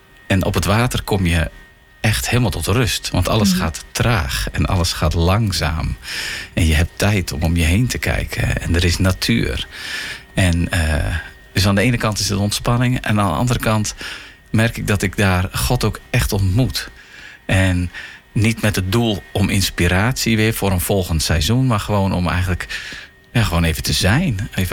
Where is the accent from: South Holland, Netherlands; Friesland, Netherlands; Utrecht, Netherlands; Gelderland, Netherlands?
Friesland, Netherlands; Sneek; ik ben wel vroeger opgegroeid. Ik kom uit Sneek.